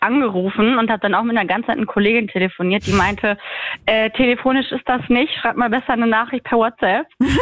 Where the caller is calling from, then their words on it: Beckum, North Rhine-Westphalia, Germany; Ich bin in Beckum. Ich bin zu Hause bei mir